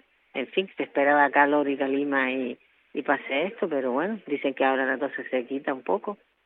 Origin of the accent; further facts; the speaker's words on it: Las Palmas, Canary Islands, Spain; Ella procede de Tejeda, pero yo soy de Las Palmas.